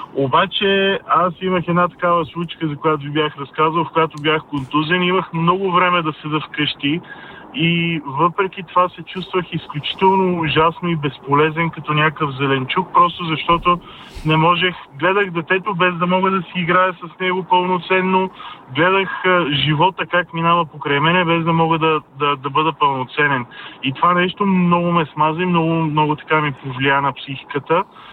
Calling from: Sofia, Sofia City, Bulgaria; Добро утро … от София, драго ми.

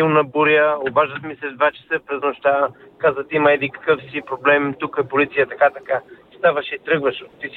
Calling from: London, United Kingdom; Добро утро, Симо … съм от Лондон.

